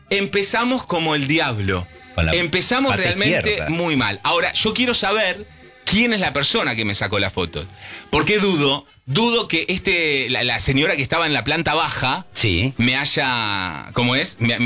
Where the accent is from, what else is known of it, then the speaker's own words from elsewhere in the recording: San Martín, Buenos Aires Province, Argentina; porque los que venimos de San Martín, del conurbano, y venimos de casas, sabemos que las casas tenían otro grosor, las paredes, ¿viste?